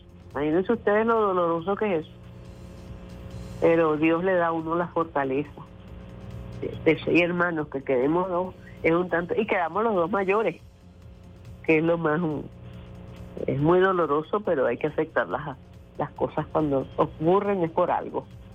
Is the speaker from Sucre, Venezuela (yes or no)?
yes; Carúpano, Sucre, Venezuela